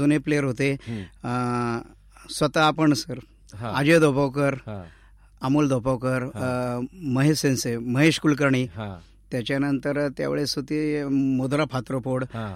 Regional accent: Ahmednagar, Maharashtra, India; मी पहिल्यापासून नगरमध्येच, नगरचाच रहिवासी आहे.

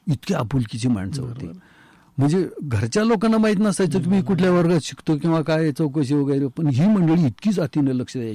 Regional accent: Nighoj, Maharashtra, India; निगोज हे आमचं मूळ गाव। बरं, मग निगोजून मग वडझिऱ्याला गेलो।

